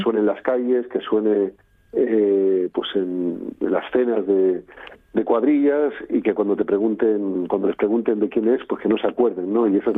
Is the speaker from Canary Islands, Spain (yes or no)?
yes; Canary Islands, Spain; now in Basque Country, Spain; soy un canario, llevo muchos años viviendo en Euskadi, pero soy canario, ¿no?